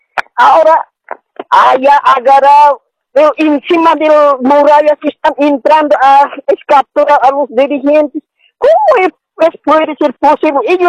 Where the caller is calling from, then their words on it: Caranavi, La Paz, Bolivia; Estoy llamando aquí de Caranavi, provincia de Caranavi, soy de aquí, sí.